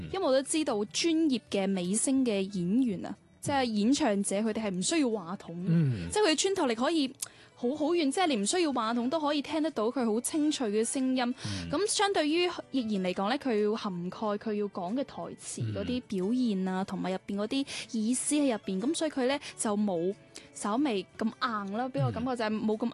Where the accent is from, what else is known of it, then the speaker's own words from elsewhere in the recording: Guangzhou, Guangdong, China; 作為一個廣州人